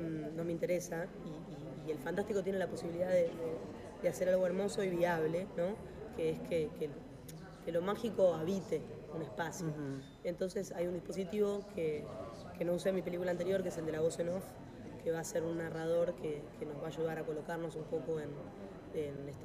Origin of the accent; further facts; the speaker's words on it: Buenos Aires Province, Argentina; moved away as an adult; now in Buenos Aires, Argentina; Yo crecí en el conurbano bonaerense, pero toda mi vida fue... Ahora vivo en Buenos Aires, igual en Capital, hace muchos años.